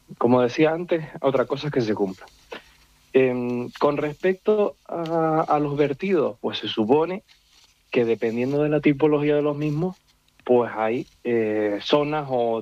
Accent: San Andrés, Canary Islands, Spain; siempre en mi pueblo, en San Andrés

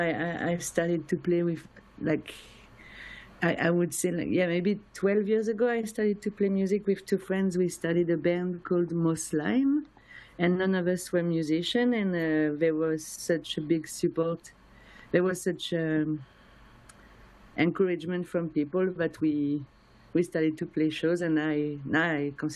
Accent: France; moved away as an adult; now in Montreal, Canada; I'm from France, but I came to Montreal to do an internship 15 years ago, and then I wanted to stay, and I started to play music in Montreal, and I stayed. So I feel like Montreal is my home now.

